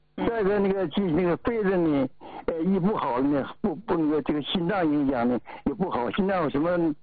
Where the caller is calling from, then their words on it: Baishan, Jilin, China; 家在吉林白山。